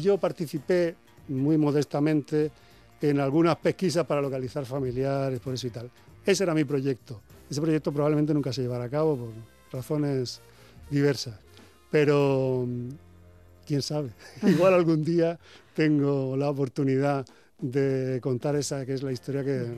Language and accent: Spanish; Alicante, Valencian Community, Spain; supe también que el último territorio de la República fue el puerto de Alicante, mi tierra.